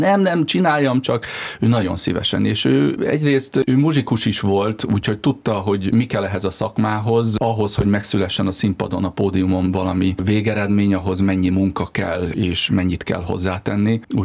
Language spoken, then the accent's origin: Hungarian; Balassagyarmat, Nógrád, Hungary; a nagyapámat is, aki egy iskolát teremtett Balassagyarmaton, ahonnan én jövök